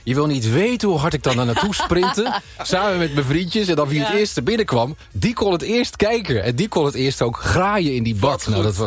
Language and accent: Dutch; Barneveld, Gelderland, Netherlands; soms in Barneveld, waar ik vandaan kom, daar hadden er 3 of 4 op enig moment.